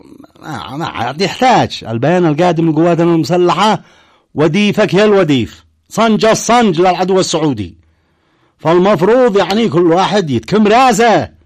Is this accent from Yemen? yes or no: yes; Yemen; أنا كمواطن يمني